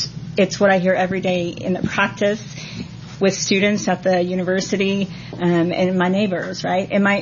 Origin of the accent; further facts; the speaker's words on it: Texas, United States; I grew up here in the Texas Panhandle